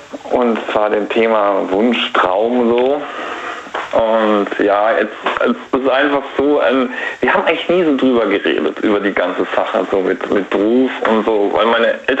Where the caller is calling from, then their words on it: Heidelberg, Baden-Württemberg, Germany; Ich komme aus dem Heidelberger Raum.